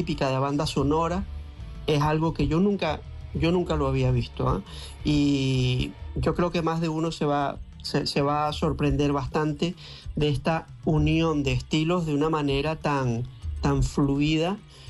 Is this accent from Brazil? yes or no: no; Spain; Hay algún festival al que no hemos entrado porque somos de España.